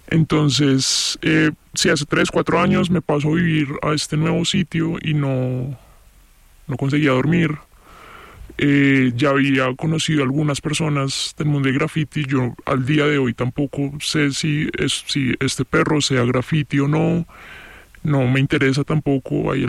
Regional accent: Bogotá, Colombia; llego a un barrio radicalmente distinto desde el sur de Bogotá, que es de donde soy

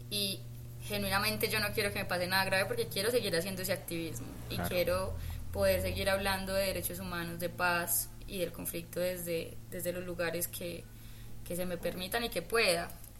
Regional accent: Medellín, Antioquia, Colombia; born or raised there

